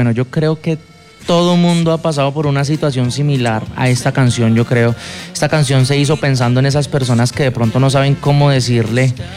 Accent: Valle del Guamuez, Putumayo, Colombia; yo soy artista del departamento del Putumayo. Yo vengo de un municipio que se llama Valle del Guamuez, es un municipio fronterizo con la hermana República de Ecuador, súper lejos de casa

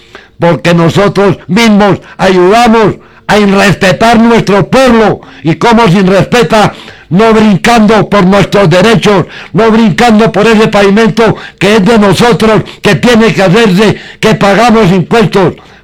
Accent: Samacá, Boyacá, Colombia; o es que en Zamacá no somos del departamento de Boyacá

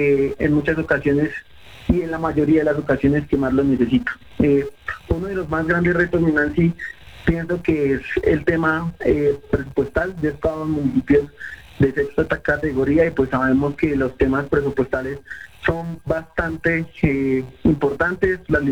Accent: Ramiriquí, Boyacá, Colombia; luego estuve en mi tierra, en Ramiriquí, donde estoy oriundo.

